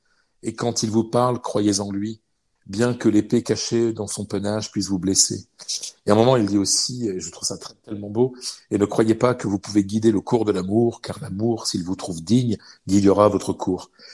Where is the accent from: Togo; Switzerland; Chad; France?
France; Hauts-de-France; moved away as an adult; also born or lived in Madrid, Spain; Je viens d'une famille modeste, d'un petit village du Pas-de-Calais. J'ai été élevé à la ferme. Voilà, mes grands-parents étaient agriculteurs, hein, petits agriculteurs, hein, toute petite ferme, 5 hectares, 4 vaches